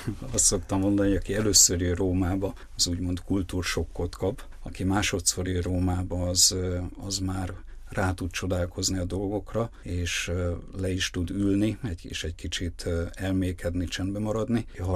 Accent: Gyöngyösfalu, Vas, Hungary; moved away; Én most is ott vagyok otthon, Gyöngyösfaluba, ott lakik édesanyám

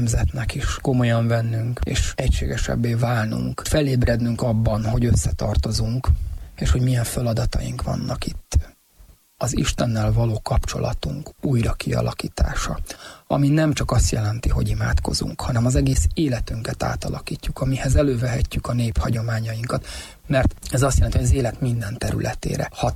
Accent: Hungary

